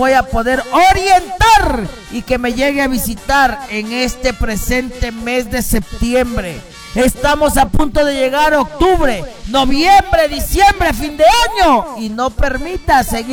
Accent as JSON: {"language": "Spanish", "town": "Ayabaca", "region": "Piura", "country": "Peru", "said": "Porque soy norteño de corazón. Tengo, Señor, toda esta bendición y protección de mi cerro bendito allá en Ayabaca, Señor, de las lagunas benditas, encantadas."}